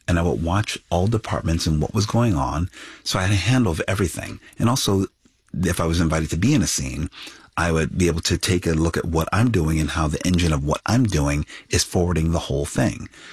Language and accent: English; Philadelphia, Pennsylvania, United States